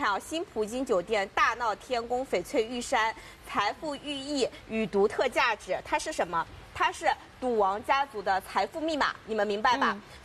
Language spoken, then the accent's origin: Chinese; China; 所以我们中国人讲究什么？